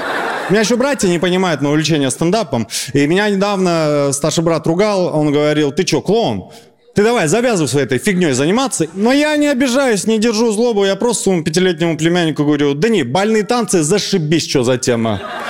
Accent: Chechnya, Russia; Значит, я из Чечни

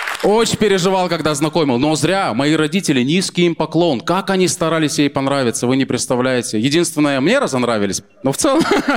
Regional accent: Rostov-on-Don, Rostov Oblast, Russia; И я сам из Ростова-на-Дону

